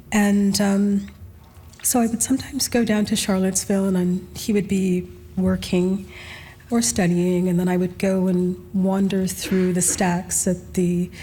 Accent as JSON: {"language": "English", "region": "Alberta", "country": "Canada", "tie": "born or raised there"}